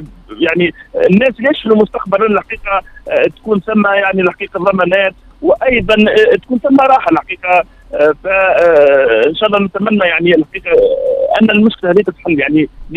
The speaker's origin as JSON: {"language": "Arabic", "country": "Tunisia", "moved": "yes", "lives_now": "Oman"}